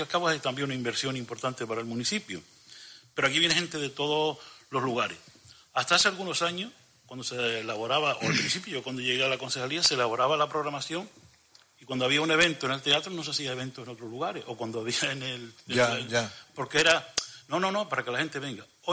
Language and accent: Spanish; Telde, Canary Islands, Spain; Un complejo que tenemos los de Telde.